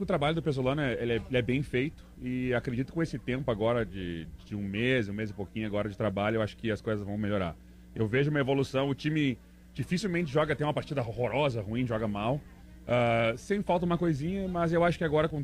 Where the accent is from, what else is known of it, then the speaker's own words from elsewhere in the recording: Brazil; moved away; quando a gente veio do Brasil, ele gosta de jogar futebol, E aqui a gente sabia que era cidade de futebol.